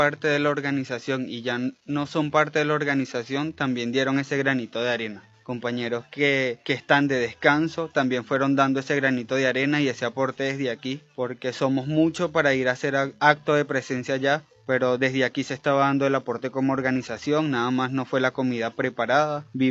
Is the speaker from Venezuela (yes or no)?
yes; Venezuela